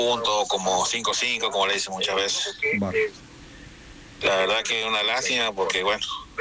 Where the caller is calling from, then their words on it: Caucete, San Juan, Argentina; Yo soy de Caucete.